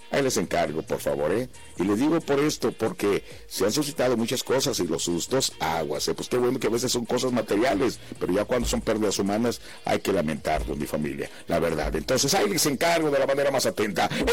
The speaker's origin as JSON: {"language": "Spanish", "country": "Mexico", "said": "Pero los que somos allá de Bahía, que conocemos este arroyo"}